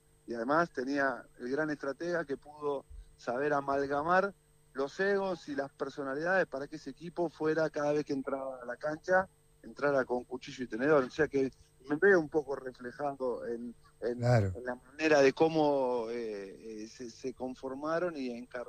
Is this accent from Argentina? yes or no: yes; Argentina; yo quería que Argentina sea campeón, como muchos argentinos, solamente por Lionel Messi.